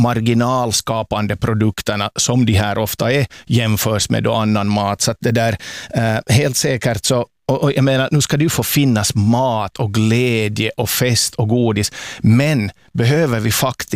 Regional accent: Turku, Southwest Finland, Finland; Och som åbobo, jag förstår absolut, jag har ju också själv kärleken till biskopsmunken

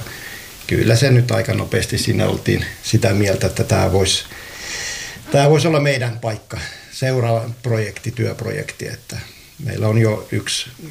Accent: Varkaus, North Savo, Finland; now in Lahti, Finland; Ai niin, joo, kun mä oon itse Savosta kotoisin.

